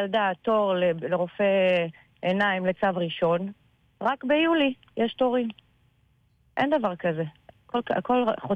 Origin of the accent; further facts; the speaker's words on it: Karmiel, Northern District, Israel; now in Margaliot, Israel; כן, כן, אני לא במקור משם. את מקרמיאל? כן. אני מקרמיאל, כן.